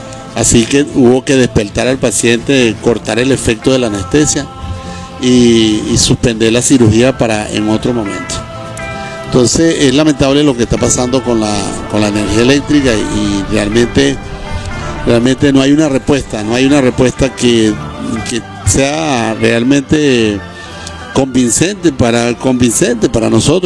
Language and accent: Spanish; Guanare, Portuguesa, Venezuela; yo soy de Guanare y el paisano era de Acarigua.